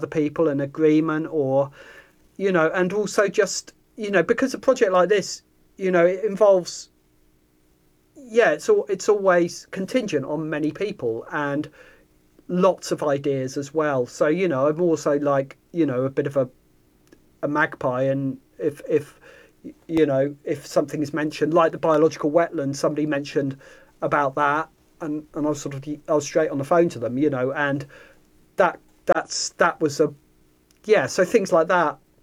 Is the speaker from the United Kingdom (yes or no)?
yes; Southampton, South East England, United Kingdom; I come from Southampton